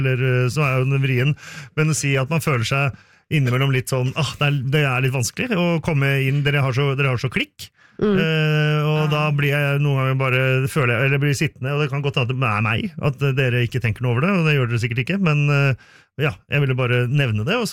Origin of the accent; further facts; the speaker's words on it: Finland; Norwegian is a second language; Jeg er finsk, vet du.